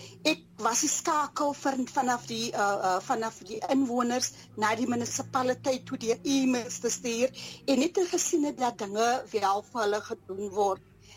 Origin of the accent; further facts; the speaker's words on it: Mossel Bay, Western Cape, South Africa; ek het groot geword in Apollestraat, ek is een gebore Mosselbaaier, en dan het ek ook, my laerskool was ook net die straat bokant my gewees